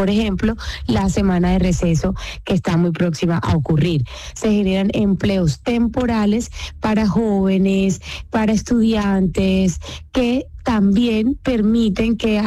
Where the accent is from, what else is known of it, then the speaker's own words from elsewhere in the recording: Colombia; muy muestra de nuestra resiliencia como colombianos